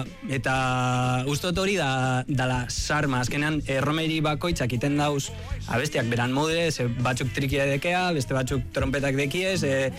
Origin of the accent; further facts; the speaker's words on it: Gorliz, Basque Country, Spain; hogeita sortzi urte, Gorlizekoa, ez Ordizi, Gorliz, Gorliz Bizkaia, Bilbondoan.